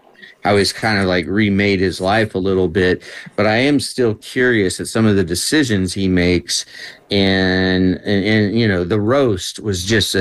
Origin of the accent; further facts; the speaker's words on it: Nebraska, United States; now in Alabama, United States; I'm from Nebraska. Like, I live in Alabama.